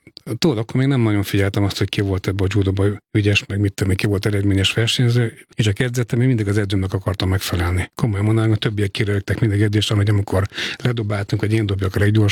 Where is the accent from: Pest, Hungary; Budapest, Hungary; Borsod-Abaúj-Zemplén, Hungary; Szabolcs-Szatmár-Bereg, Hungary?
Borsod-Abaúj-Zemplén, Hungary; Miskolc; born there; Miskolcon születtem 1965-ben, igen